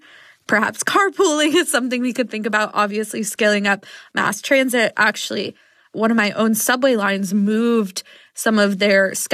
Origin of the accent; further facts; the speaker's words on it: New York, United States; which as a New Yorker, great.